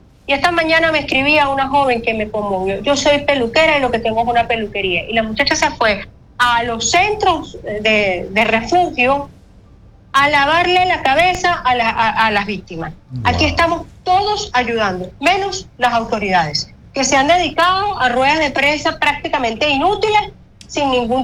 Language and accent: Spanish; Venezuela; aquí en Venezuela tampoco es que ha cesado la persecución, pero como venezolana tengo la obligación de decirlo.